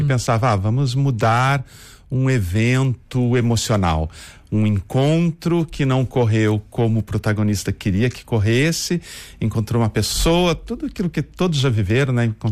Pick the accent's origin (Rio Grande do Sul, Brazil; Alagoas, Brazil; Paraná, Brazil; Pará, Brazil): Rio Grande do Sul, Brazil; Porto Alegre